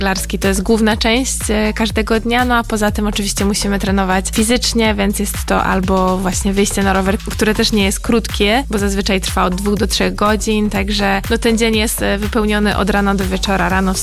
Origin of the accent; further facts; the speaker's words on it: Iława, Warmian-Masurian Voivodeship, Poland; Zaczęło się to tutaj, tu gdzie rozmawiamy właśnie w Iławie. Pochodzę z tego miejsca, także w sumie miałam super dostęp do najdłuższego jeziora w Polsce.